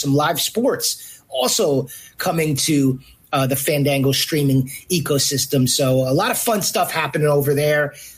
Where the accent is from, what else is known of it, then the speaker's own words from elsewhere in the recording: New York, United States; I'm a born and raised New Yorker.